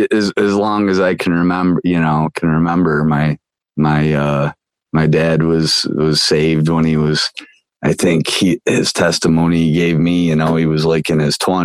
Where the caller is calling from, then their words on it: Pennsylvania, United States; I live in Pennsylvania. I live out in the sticks up in northern PA.